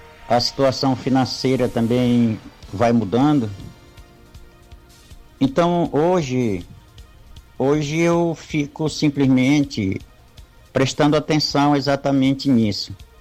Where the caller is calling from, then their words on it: Juruti, Pará, Brazil; Eu sou aqui de Juruti.